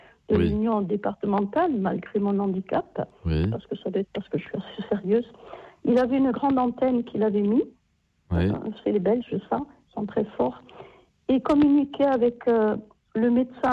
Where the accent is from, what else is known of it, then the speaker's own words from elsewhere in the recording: Ajaccio, Corsica, France; Ils vont décéder chez nous, enfin à Sartène, puisque moi je suis d'Ajaccio.